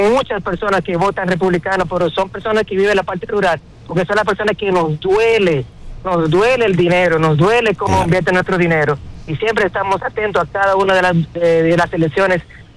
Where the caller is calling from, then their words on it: Texas, United States; vivo en Texas.